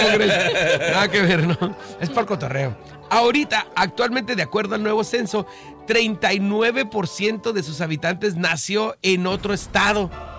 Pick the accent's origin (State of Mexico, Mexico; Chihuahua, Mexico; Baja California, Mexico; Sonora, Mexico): Baja California, Mexico; Tijuana; Eres como yo, eres tijuanense de primera generación